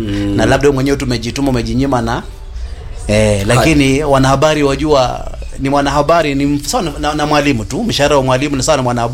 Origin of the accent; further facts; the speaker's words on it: Kakamega County, Kenya; tuko watu kadhaa ambao tumetoka kule Kabras